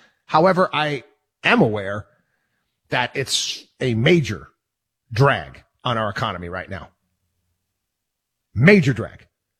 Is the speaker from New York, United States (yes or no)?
yes; Albany, New York, United States; born or raised there